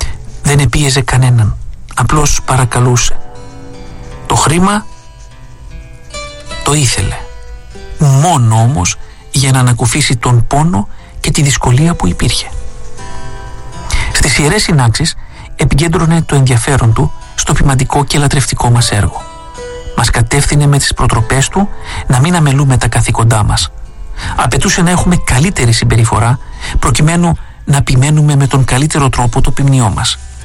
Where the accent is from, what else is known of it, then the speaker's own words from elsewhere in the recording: Corfu, Ionian Islands, Greece; εγώ σαν Κερκυραίος δεν τα ήξερα